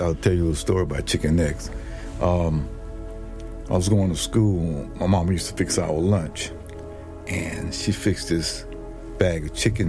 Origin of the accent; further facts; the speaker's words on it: Richmond Hill, Georgia, United States; when I grew up in Richmond Hill, there wasn't no subdivisions.